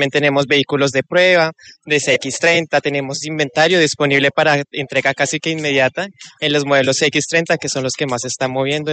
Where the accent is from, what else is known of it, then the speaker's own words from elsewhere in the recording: Santa Marta, Magdalena, Colombia; No, yo vengo acá de Santa Marta.